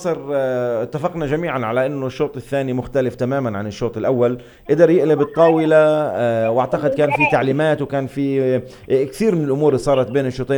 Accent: Palestine; انا فلسطيني

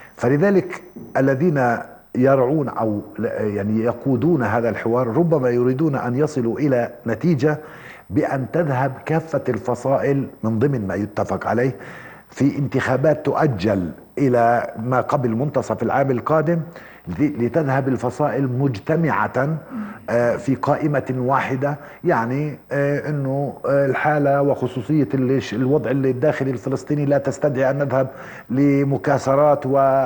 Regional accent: Palestine

